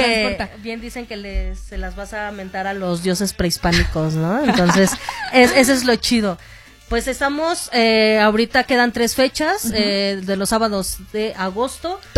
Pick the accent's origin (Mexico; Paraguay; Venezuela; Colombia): Mexico; uno como mexicano